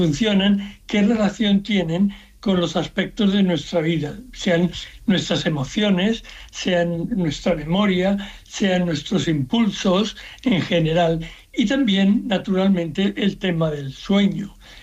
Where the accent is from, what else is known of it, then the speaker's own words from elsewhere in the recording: Seville, Andalusia, Spain; born there; Aquí, yo nací en Sevilla, en fin, con 14 años me suspendieron en todas